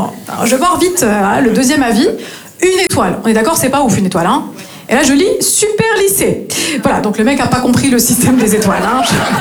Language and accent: French; Northeast France, France; now in Marseille, France; je viens du nord-est de la France, et je me suis installée ici à Marseille il y a tout juste 3 ans et demi.